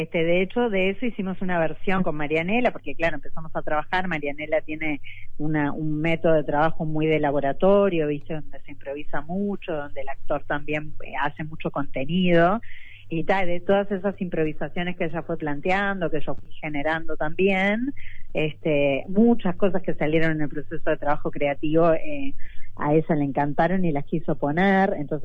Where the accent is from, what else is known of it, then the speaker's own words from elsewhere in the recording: Uruguay; soy una actriz uruguaya